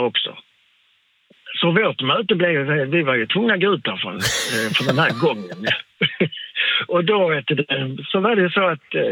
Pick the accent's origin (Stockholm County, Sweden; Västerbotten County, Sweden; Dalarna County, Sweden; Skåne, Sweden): Skåne, Sweden; Malmö; Ja, jag vet från Malmö, sa jag.